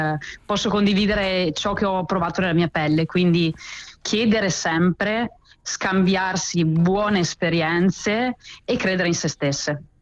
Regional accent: Veneto, Italy; accent: Venetian dialect; il nostro dialetto veneto

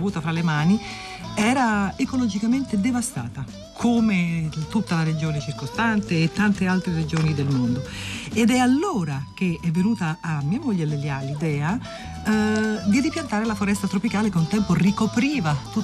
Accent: Brazil; Siamo tornati in Brasile, il mio paese natale.

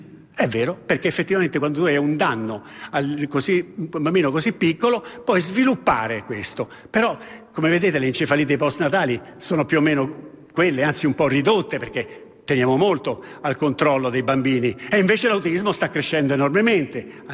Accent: Rome, Lazio, Italy; essendo romano

